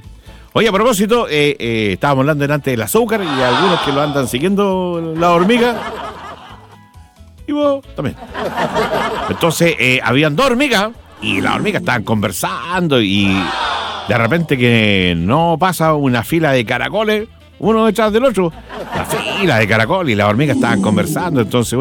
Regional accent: Chile; ¿Somos o no somos buenos los chilenos para cruzar las calles como peatones?

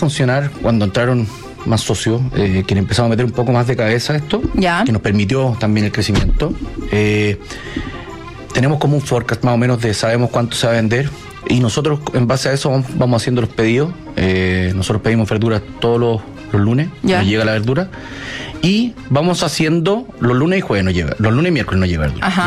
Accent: Chile; born there; Nací en Chile, sí.

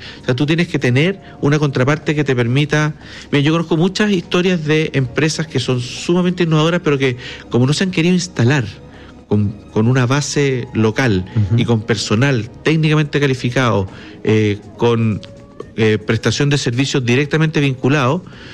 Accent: Chile

